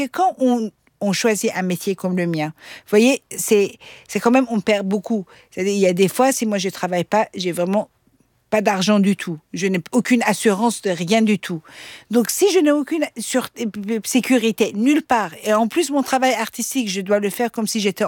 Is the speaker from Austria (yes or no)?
yes; Austria; born or raised there; first language Persian; French is a second language